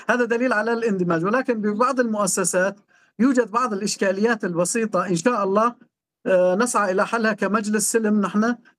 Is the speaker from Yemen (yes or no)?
no; Syria; نحن كشعب سوري